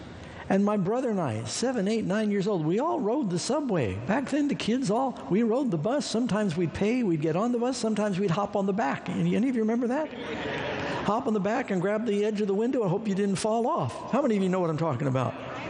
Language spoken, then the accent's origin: English; New York City, New York, United States; also born or lived in Burbank, California; I grew up in New York City. Here's an old shot where the World Trade Center was still there. I was born in Burbank, California. I hope you'll forgive me, though I did grow up in New York City.